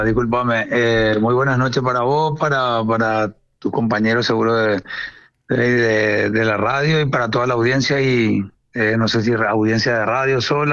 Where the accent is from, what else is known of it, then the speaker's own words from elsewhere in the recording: Asunción, Paraguay; Mi club de infancia fue el Olimpia en Paraguay, porque bueno, mi abuelo fue vicepresidente. Yo soy del barrio Recoleta